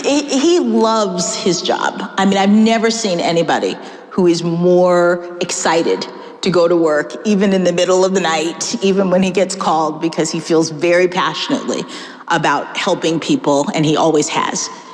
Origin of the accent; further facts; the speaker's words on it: Miami, Florida, United States; moved away as an adult; also born or lived in Washington, D.C.; he was from Boston and I was from Miami, and we said we'll live in Washington, D.C.